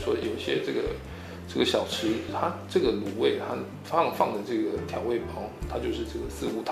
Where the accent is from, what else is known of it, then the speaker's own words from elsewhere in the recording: New Taipei, Taiwan; moved away as an adult; now in Nanjing, China; 我是来自台湾新北市的中医师 … 。那我在南京呢，已经工作有大约12年的时间了。